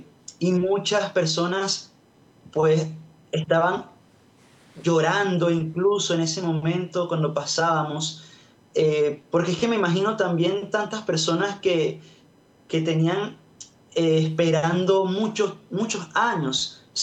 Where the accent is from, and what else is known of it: Venezuela